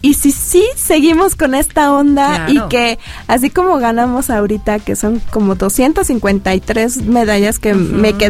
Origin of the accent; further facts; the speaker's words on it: Mexico; ¿cómo somos los mexicanos? Somos pachangueros, mitoteros, burlones